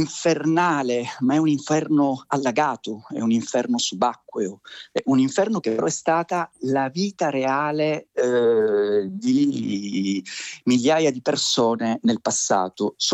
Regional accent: Sicily, Italy; non penso dipenda dal fatto di essere siciliano

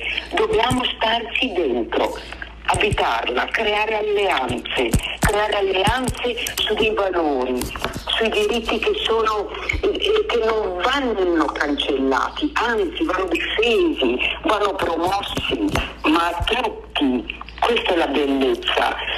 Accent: Veneto, Italy; born there; sono vicentina, di vicino, ecco.

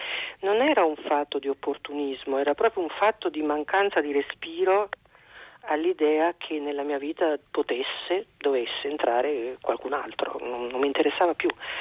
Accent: Apulia, Italy; eravamo meridionali tutte e due, lui calabrese, io pugliese

